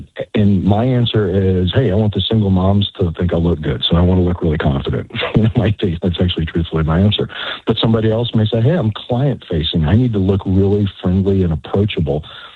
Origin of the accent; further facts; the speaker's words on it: Texas, United States; I'm from Texas. And I feel like our people are kind of similar, pretty friendly.